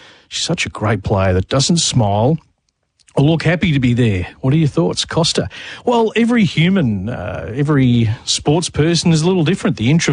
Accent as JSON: {"language": "English", "country": "Australia", "said": "as an Australian"}